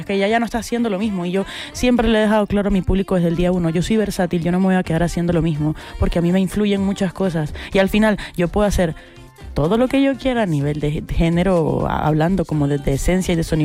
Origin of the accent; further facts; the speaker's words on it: Venezuela; now in Bogotá, Colombia; yo me fui de Venezuela para Bogotá, este disco también tiene como toda esa esencia de lo que es emigrar, de lo que es estar en otro lugar completamente nuevo